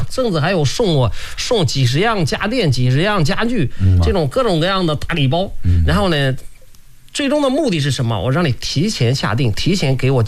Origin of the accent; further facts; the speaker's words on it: Lianyungang, Jiangsu, China; 因为土生土长的。新浦人